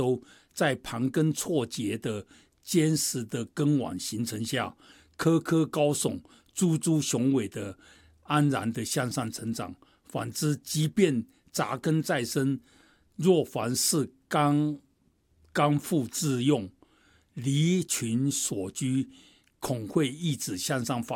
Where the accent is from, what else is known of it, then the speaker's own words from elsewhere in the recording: China; 我觉得就是我们中国人讲团结的故事嘛